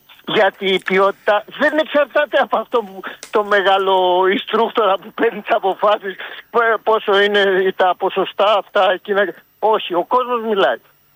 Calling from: Pyrgos, Western Greece, Greece; Εγώ είμαι από Πύργο, δίπλα την αργά.

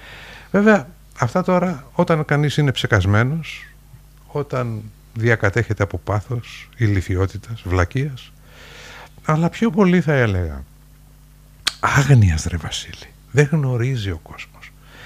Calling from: Greece; Και όταν τους έλεγα ότι είμαι από Ελλάδα, γελούσανε.

